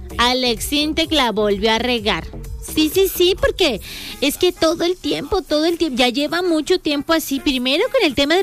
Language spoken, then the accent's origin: Spanish; Mexico; todos los mexicanos, vestidos de mexicanos, escuchando música mexicana y celebrando que somos mexicanos.